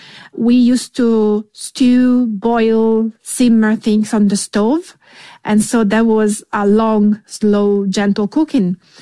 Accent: Colle di Val d'Elsa, Tuscany, Italy; I grew up in the same very house where now I live. And this is the house where my father was born and my grandmother was born. This is in Colle Valdelsa, which is about 1 hour from Florence and half an hour from Siena.

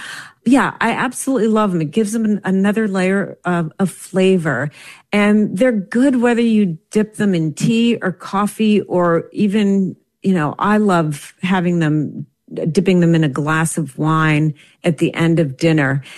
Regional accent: New Jersey, United States; born or raised there

